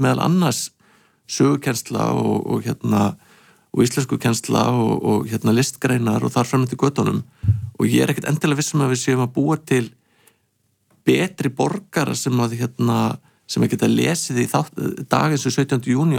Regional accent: Hafnarfjörður, Capital Region, Iceland; Ég meni, ég er úr Hafnarfirði og ég manna að spennan í kringu 17. júni var að fara á kvöldskemmtunum

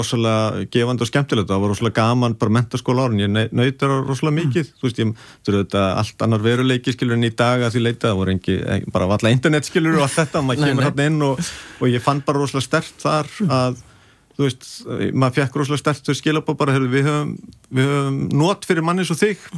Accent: Garðabær, Capital Region, Iceland; also born or lived in Breiðholt, Reykjavík; Jú, ég er alinu upp í Garðabæ, hérna, flutti 2 ára gamall úr Breiðholtinu, og í Garðabæin

